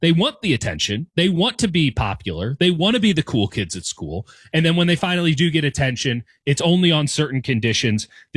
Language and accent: English; United States; accent: American; Speaking as an American, you probably look at me and you go, well, that guy's probably American. I open my mouth, you definitely know I'm American.